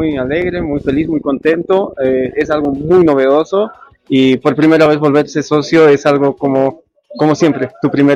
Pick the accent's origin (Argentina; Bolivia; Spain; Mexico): Bolivia; El Alto, La Paz; Todos los días, mira, somos del Alto. Todos los días bajamos por el teleférico, ya sea morado o amarillo